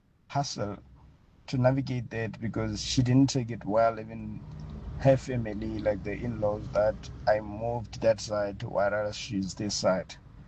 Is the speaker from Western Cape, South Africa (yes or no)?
no; Limpopo, South Africa; I remember 2 years back, I was working in Limpopo, that's my hometown